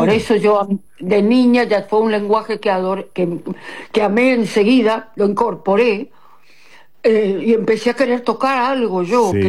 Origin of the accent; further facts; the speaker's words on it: Corrientes, Argentina; Sí, yo nací en Corrientes en 1947.